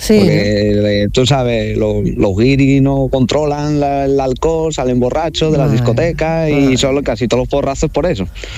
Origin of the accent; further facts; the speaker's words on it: Valladolid, Castile and León, Spain; como yo soy de Valladolid, pues dicen de Madrid, dicen de por ahí por la zona